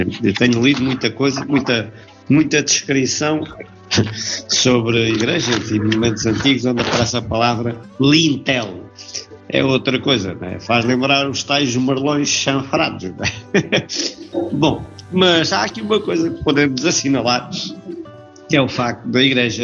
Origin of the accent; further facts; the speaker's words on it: Portugal; a nossa identidade como portugueses